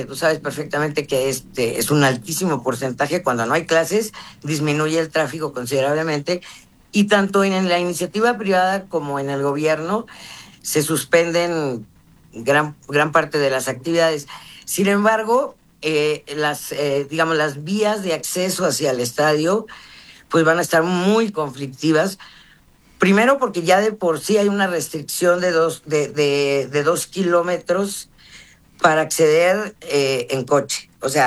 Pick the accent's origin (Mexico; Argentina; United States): Mexico; los mexicanos nos gusta también esto de cambiarnos de camiseta cuando hace falta